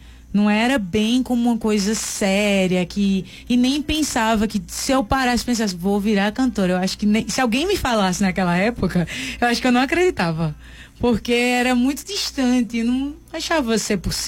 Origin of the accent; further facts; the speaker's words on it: Patos, Paraíba, Brazil; Isso, sou paraibana.